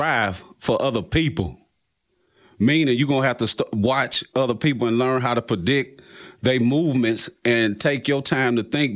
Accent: St. Louis, Missouri, United States

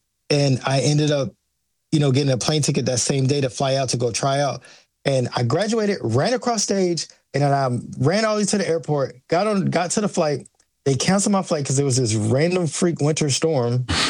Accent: United States; born there; I'm an American kid.

